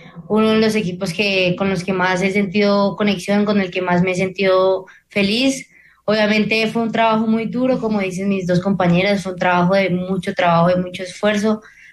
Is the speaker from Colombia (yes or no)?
yes; Colombia; porque pues somos colombianos y pues el corazón de un colombiano es muy difícil de quebrar